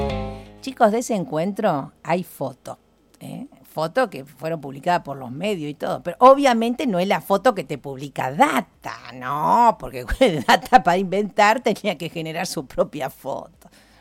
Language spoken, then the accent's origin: Spanish; Santa Fe, Argentina; nosotros como ciudadanos santafesinos, con nuestros impuestos santafesinos